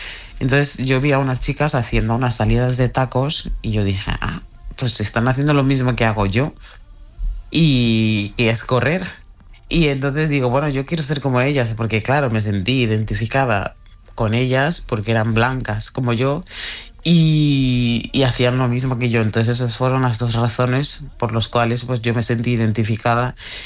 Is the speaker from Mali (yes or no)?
yes; Mali; moved away; cuando yo salí de Mali hace 15 años, las personas con albinismo pues éramos perseguidas